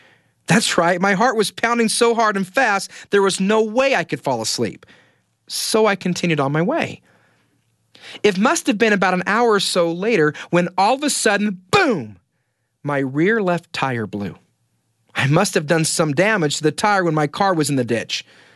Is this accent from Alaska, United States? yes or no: yes; Kenai, Alaska, United States; moved away; also born or lived in Idaho; But I was from Kenai, Alaska, population 5,500. I remember when all three stoplights were put in my town. But needless to say, my hometown was small.